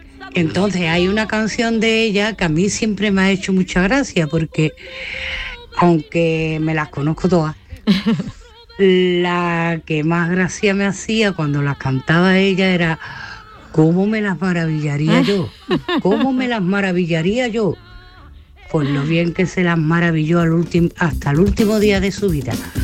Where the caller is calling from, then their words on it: Mollina, Andalusia, Spain; de Mollina.